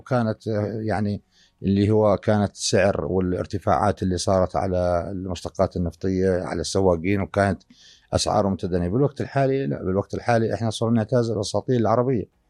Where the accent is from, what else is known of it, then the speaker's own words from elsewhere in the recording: Jordan; احنا عندنا بالأردن